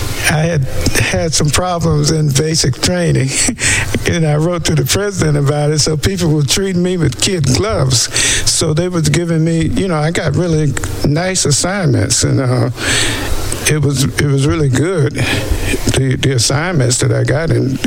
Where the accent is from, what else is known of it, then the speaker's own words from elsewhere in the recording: Evanston, Illinois, United States; now in Goldsboro, United States; I grew up in Illinois, Evanston, Illinois.